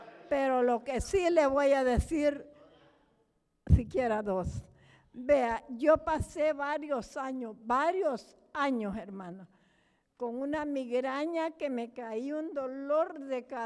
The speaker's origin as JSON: {"language": "Spanish", "town": "Jiquilisco", "region": "Usulután", "country": "El Salvador", "moved": "yes", "said": "Allá donde yo pasaba consulta en Jiquilisco, porque yo vengo de Jiquilisco, Usulután"}